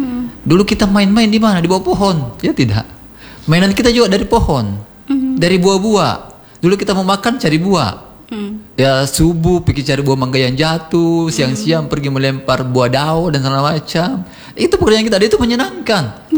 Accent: South Sulawesi, Indonesia; Itu hal-hal yang substansi dan ayo kita lakukan itu menjadi ciri kolektif sebagai orang Bugis Makassar.

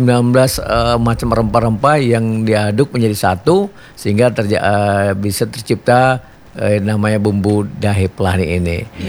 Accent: Pekanbaru, Riau, Indonesia; kan kita orang Pekanbaru atau Sumatera Barat kan identik dengan rendang.

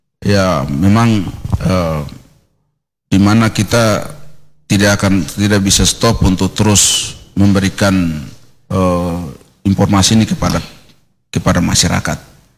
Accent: Papua, Indonesia; kita orang Papua

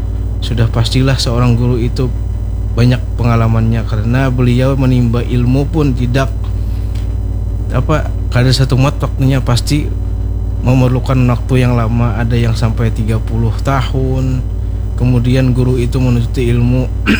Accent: South Kalimantan, Indonesia; first language Banjar; kita sebagai penuntut ilmu itu dalam bahasa kita Banjar nih lah, sambil bahasa Banjar lo nih pula bahasa ya, Banjar, iya.

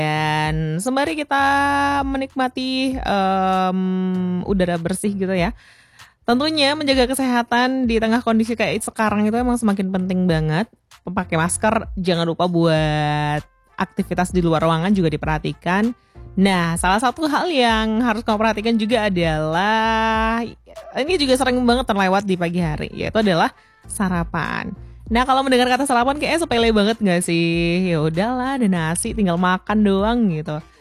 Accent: Pekanbaru, Riau, Indonesia; bagi kita orang Pekanbaru tuh agak asing ya dengan bubur singkong.

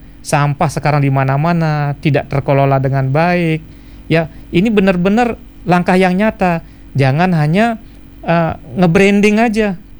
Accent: Bali, Indonesia; Kalau saya sendiri, Mbak, di Bali sebagai orang Bali

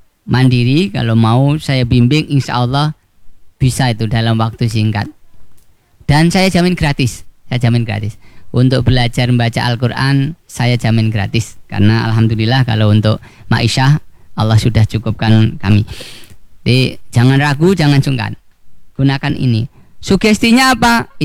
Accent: Java, Indonesia; Kalau orang kami, orang Jawa

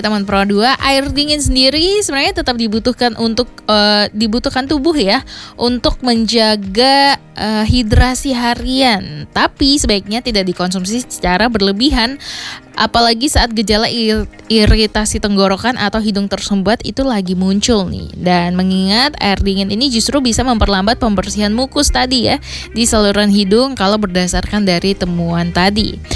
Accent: West Kalimantan, Indonesia; bagi kita nih warga Kalimantan Barat

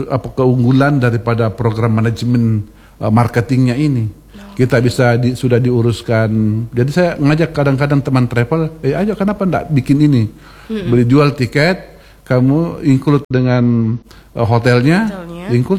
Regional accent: Makassar, South Sulawesi, Indonesia; Kita dari Makassar yang fanatisme banget dengan timnas

